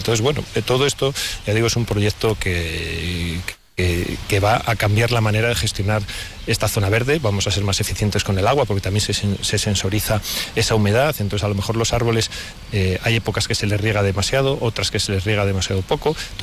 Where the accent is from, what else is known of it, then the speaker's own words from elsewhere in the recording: Valladolid, Castile and León, Spain; para nosotros como vallisoletanos